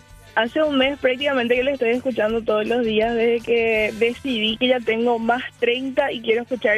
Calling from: Villa Elisa, Central, Paraguay; De Villa Elisa

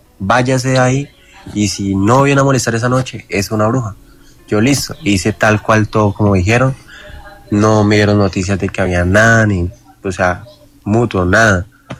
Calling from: San Juan de Rioseco, Cundinamarca, Colombia; yo vivo en San Juan de Río Seco, con Dinamarca.

